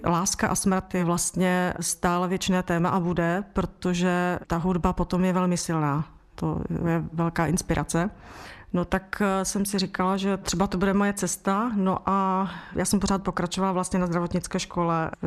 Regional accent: Karviná, Moravian-Silesian Region, Czechia; já jsem z Hornického kraje, z Karviné

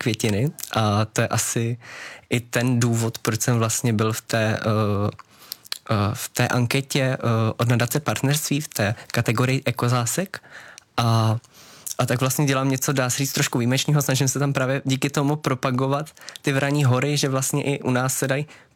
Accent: Královec, Hradec Králové Region, Czechia; born there; jsem se narodil v Královci, tak a nemám vůbec v plánu někam odejít

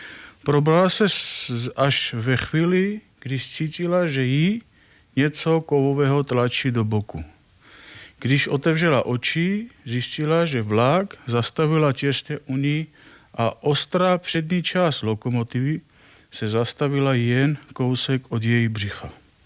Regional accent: Armenia; Czech is a second language; now in Czech Republic; a pocházím z Arménie

